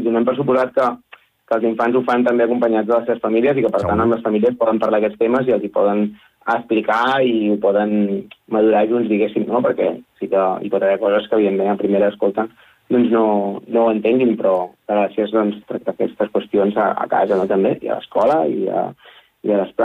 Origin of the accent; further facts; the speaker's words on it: Catalonia, Spain; nosaltres som de prop de Barcelona